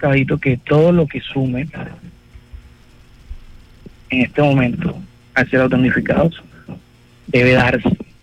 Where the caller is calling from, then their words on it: Colombia; Nosotros, como colombianos, creo que somos más o menos 50 millones de colombianos.